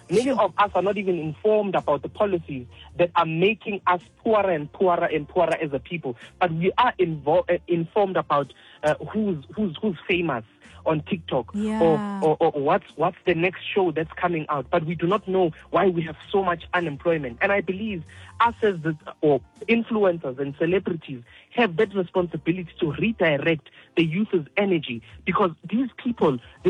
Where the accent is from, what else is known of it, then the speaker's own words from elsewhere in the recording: South Africa; as South African creators and influencers and celebrities